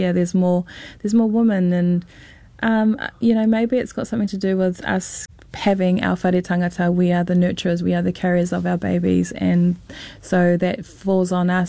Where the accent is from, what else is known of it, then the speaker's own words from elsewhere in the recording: Auckland, New Zealand; first language Māori; English is a second language; also born or lived in Kaikohe; I was was raised in South Auckland, was raised in Ōtara